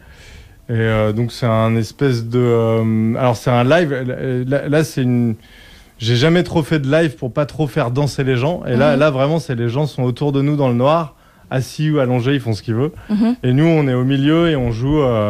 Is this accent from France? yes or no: yes; France; Parce que je suis français.